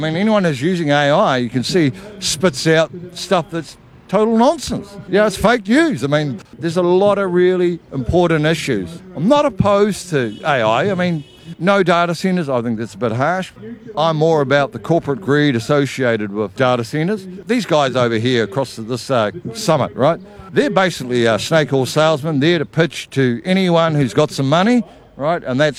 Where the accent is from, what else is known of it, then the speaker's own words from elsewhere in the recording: Whangarei, Northland, New Zealand; from Whangarei, and I work in the infrastructure business.